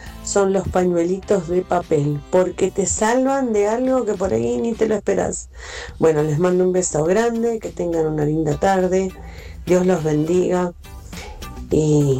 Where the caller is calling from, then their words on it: Santa Teresita, Buenos Aires Province, Argentina; de Santa Teresita, partido de la costa.